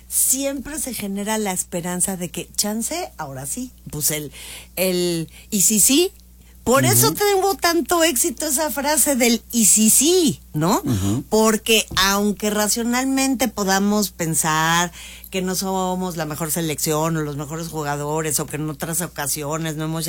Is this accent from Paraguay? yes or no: no; Mexico; pero lo recibe como somos los mexicanos, generosos, solidarios